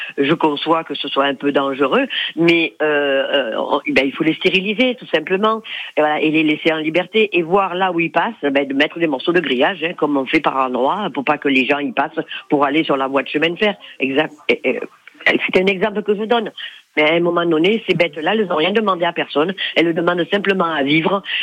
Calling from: La Bouilladisse, Provence-Alpes-Côte d'Azur, France; je suis à la Bouilladis

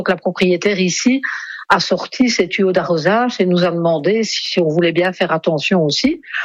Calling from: Belgium; on vient de Belgique, d'un petit coin où il n'y a jamais eu d'incendie.

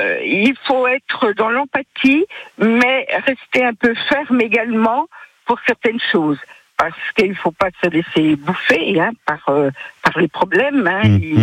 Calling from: Montceau-les-Mines, Bourgogne-Franche-Comté, France; Alors, à côté de Montceau-les-Mines.

